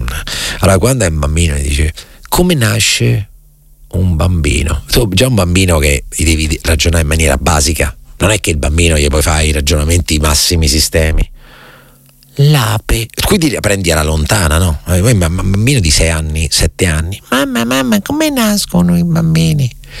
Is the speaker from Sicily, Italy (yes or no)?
no; Recanati, Marche, Italy; sarà che sono da Leopardi, da Reganati